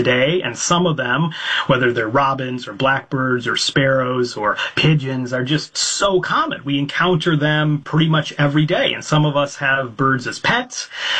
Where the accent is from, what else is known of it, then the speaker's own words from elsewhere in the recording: Ottawa, Illinois, United States; now in Scotland, United Kingdom; I'm joining you from Scotland, where I live, but I grew up in Illinois, out in farm country in Ottawa, Illinois.